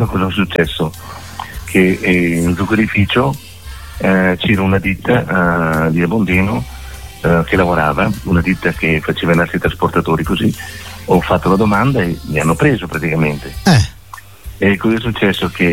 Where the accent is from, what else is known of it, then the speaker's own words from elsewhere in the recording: Emilia-Romagna, Italy; born there; Io sono emiliano, sono nato in un paesino